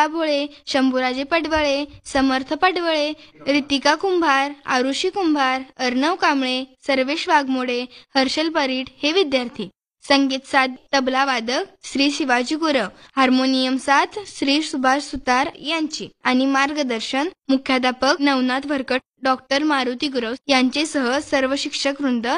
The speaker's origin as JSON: {"language": "Marathi", "region": "Maharashtra", "country": "India", "tie": "born or raised there", "said": "शाळा बुधरगड तालुक्यात वेदगंगा नदीच्या काठी आदमापूरच्या बाळूमामा मंदिरापासून 2 किलोमीटर अंतरावर असून आमच्या गावी नागपंचमीच्या दिवशी मोठी यात्रा भरते."}